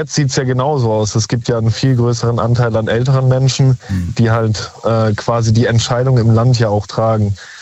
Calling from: Lauffen am Neckar, Baden-Württemberg, Germany; Ich komme aus Laufen am Neckar.

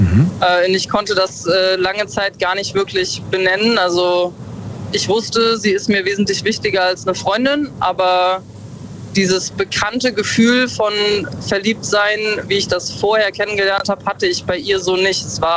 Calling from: Bad Kreuznach, Rhineland-Palatinate, Germany; Ich komme ursprünglich aus der Ecke Bad Kreuznach.

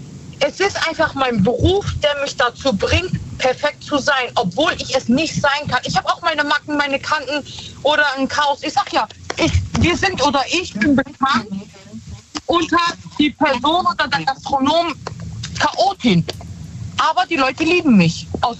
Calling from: Sankt Martin, Rhineland-Palatinate, Germany; Ich bin aus dem Rheinland-Pfalz.

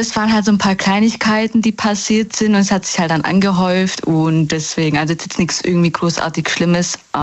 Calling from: Baden-Württemberg, Germany; Nähe Stuttgart.

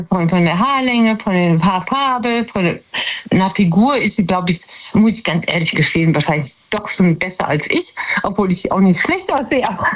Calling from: Betzdorf, Rhineland-Palatinate, Germany; Aus Betzdorf.

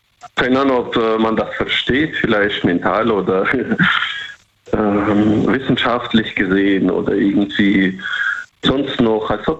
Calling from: Bruchmühlbach, Rhineland-Palatinate, Germany; Ich rufe aus Rheinland-Pfalz an.

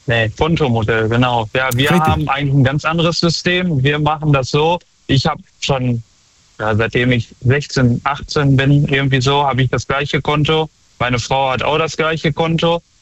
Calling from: Unna, North Rhine-Westphalia, Germany; Ich komme aus Unna, das ist bei Dortmund.

